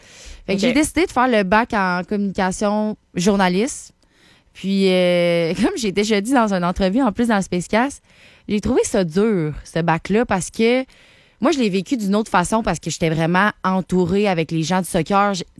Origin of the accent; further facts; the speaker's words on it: Quebec City, Quebec, Canada; moved away as an adult; je viens vraiment de Québec, plus précisément de Beauport.